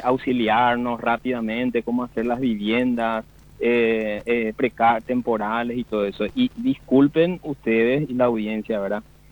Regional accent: Asunción, Paraguay; yo nací en el Bañado Tacumbú

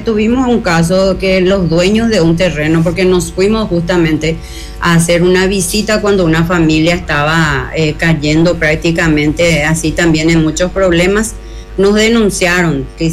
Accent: Paraguay

